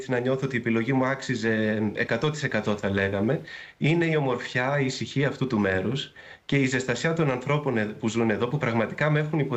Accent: Karditsa, Thessaly, Greece; moved away; Εγώ είμαι από Καρδίτσα.

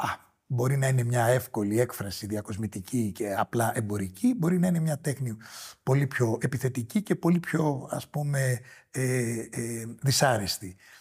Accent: Greece

